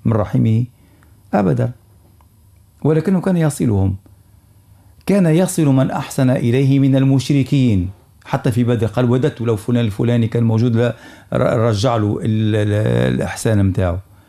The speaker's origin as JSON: {"language": "Arabic", "country": "Tunisia", "said": "عندنا في تونس"}